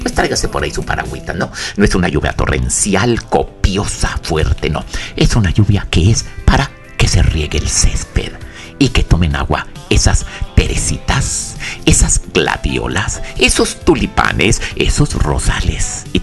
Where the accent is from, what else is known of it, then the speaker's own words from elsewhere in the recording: Mexico; now in Pasadena, Texas, United States; los que somos mexicanos